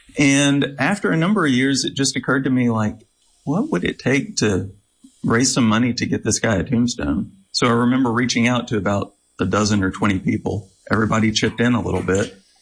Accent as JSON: {"language": "English", "town": "Shreveport", "region": "Louisiana", "country": "United States", "said": "\"Hey, I'm from Shreveport."}